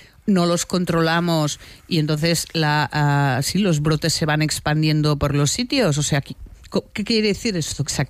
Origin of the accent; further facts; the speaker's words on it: Catalonia, Spain; yo como catalana, si me voy de vacaci